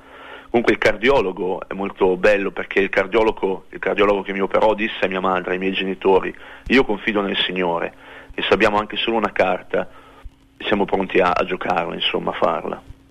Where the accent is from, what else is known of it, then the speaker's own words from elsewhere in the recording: Parma, Emilia-Romagna, Italy; born there; Sono nato a Parma nel 1969